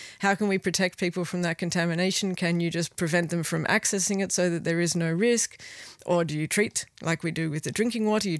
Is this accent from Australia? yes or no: yes; Perth, Western Australia, Australia; When you're growing up in Perth, which is what I did